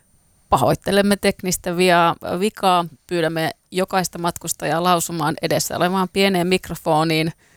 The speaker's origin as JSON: {"language": "Finnish", "region": "Savonia", "country": "Finland", "said": "Mä olen Savosta kotosi"}